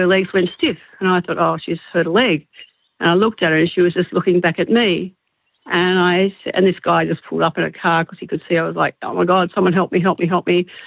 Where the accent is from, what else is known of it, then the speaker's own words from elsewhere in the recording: Dolans Bay, New South Wales, Australia; I'm from Dolans Bay, Jonesy, and I did meet you at the Sutherland Hospital the other week